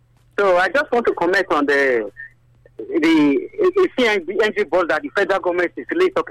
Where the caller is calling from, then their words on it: Nigeria; Calling from Kobahi.